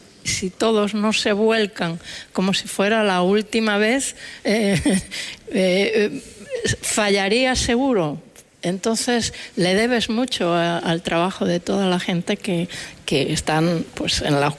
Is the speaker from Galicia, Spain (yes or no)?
yes; Boimorto, Galicia, Spain; born there; este lugar en el que he nacido y ha nacido toda mi familia, ¿no? La familia de mi padre está a escasísimos kilómetros de donde nacieron la familia de mi madre.